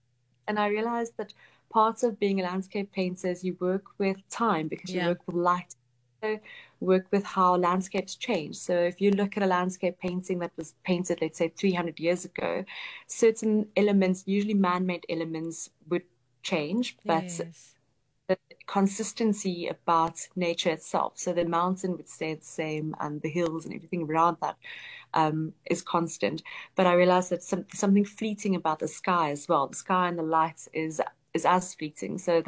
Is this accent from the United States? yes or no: no; South Africa; Even though I grew up in South Africa, it's always that question of sense of belonging.